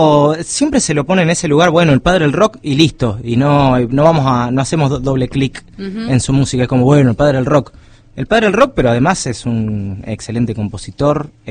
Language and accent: Spanish; Argentina